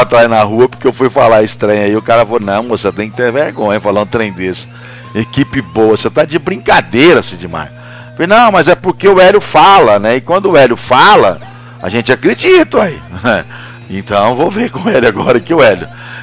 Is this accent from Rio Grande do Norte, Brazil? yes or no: no; São Paulo, Brazil; moved away as an adult; Eu que sou do interior de São Paulo, estou aqui há 16 anos, né?